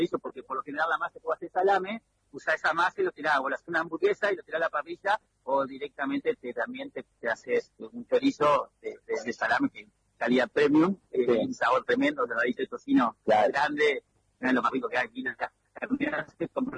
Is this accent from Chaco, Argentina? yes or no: no; Viale, Entre Ríos, Argentina; born there; now in Paraná, Argentina; yo tenía acá a 50 kilómetros, tengo donde nací en Viale, tengo un ciclo 2, claro.